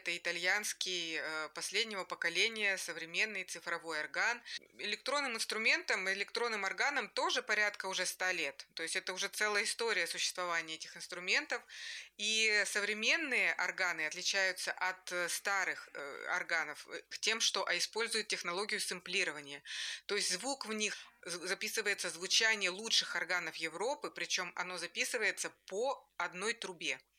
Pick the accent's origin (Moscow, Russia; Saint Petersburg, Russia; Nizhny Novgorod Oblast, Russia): Saint Petersburg, Russia; поскольку я из Санкт-Петербурга